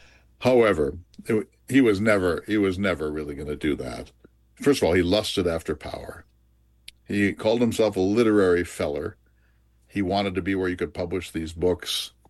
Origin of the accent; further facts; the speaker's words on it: Dickinson, North Dakota, United States; Dickinson, my hometown, had about 400 people